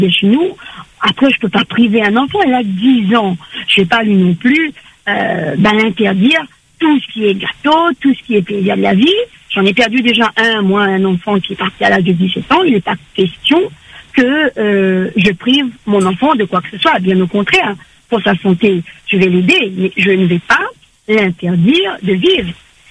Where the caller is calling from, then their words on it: Saint-Louis, Réunion; Là, je suis à Saint-Louis.